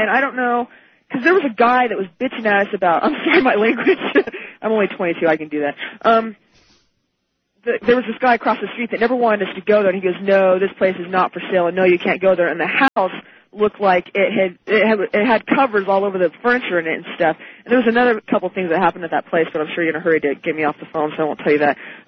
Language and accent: English; Susanville, California, United States